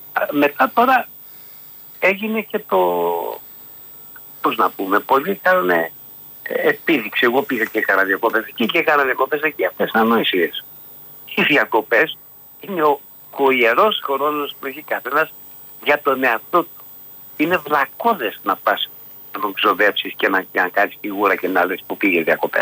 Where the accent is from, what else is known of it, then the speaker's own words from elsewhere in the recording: Athens, Attica, Greece; Εγώ τα παιδικά μου χρόνια τα ζήσα στα Νοπριβλήσια